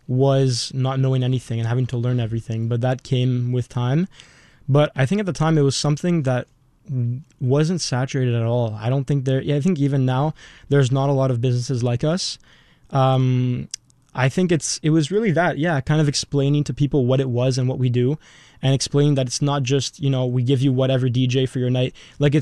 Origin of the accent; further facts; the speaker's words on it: Montreal, Quebec, Canada; I was born here in Canada, in Montreal